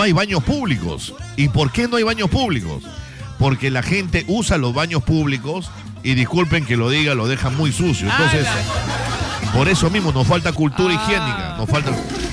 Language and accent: Spanish; Peru; ¿Qué tan higiénicos somos los peruanos?